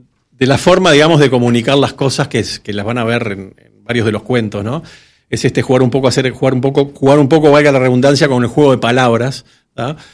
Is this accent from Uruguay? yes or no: yes; Uruguay; había como tres uruguayos, que éramos todos los uruguayos que había en Panamá, creo.